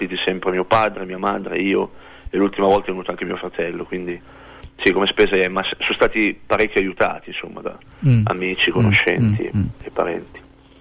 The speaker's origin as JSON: {"language": "Italian", "town": "Parma", "region": "Emilia-Romagna", "country": "Italy", "tie": "born there", "said": "Sono nato a Parma nel 1969"}